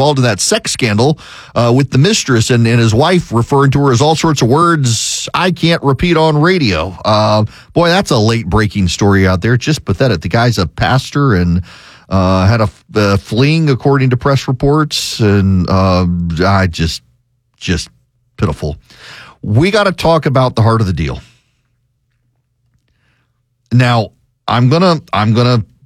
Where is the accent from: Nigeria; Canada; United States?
United States; Georgia; If you are in my home state of Georgia and you need to know who to vote for in the Republican primary